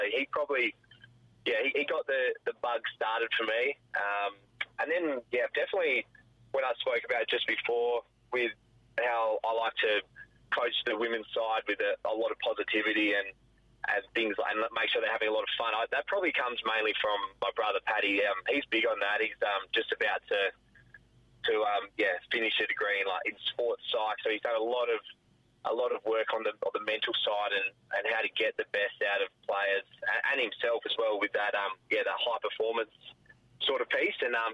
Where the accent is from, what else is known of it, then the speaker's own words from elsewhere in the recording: Northampton, Western Australia, Australia; now in Perth, Australia; we were a massive footy family growing up in Northampton.